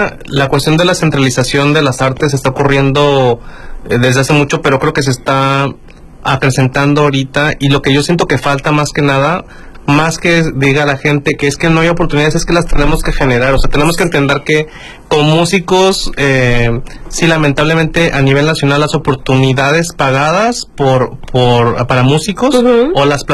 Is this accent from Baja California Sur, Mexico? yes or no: yes; La Paz, Baja California Sur, Mexico; moved away as an adult; also born or lived in Mexico City; Ambos somos de La Paz, California